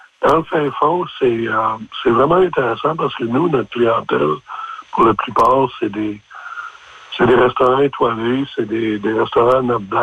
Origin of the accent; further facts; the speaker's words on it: New Brunswick, Canada; also born or lived in Gaspésie, Quebec; now in Anticosti Island, Canada; je suis un immigrant au Québec. Je viens du Nouveau-Brunswick à l'origine, puis j'ai passé énormément de temps en Gaspésie avant de venir à Nicostie. Quand j'ai découvert Nicostie, je m'ai senti vraiment habité par l'île, puis je suis ici en permanence depuis l'an 2000.